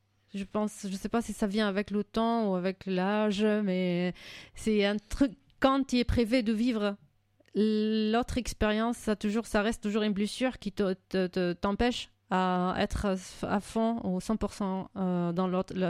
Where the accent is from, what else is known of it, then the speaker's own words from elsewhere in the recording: Syria; French is a second language; moved away as an adult; now in France; Ça fait 16 ans que je suis en France, je pense. Je pouvais retourner, j'ai pu retourner quand même 4 fois en Syrie.